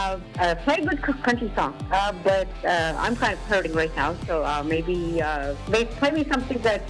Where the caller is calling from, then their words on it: Canada; I'm from Penang Mutang.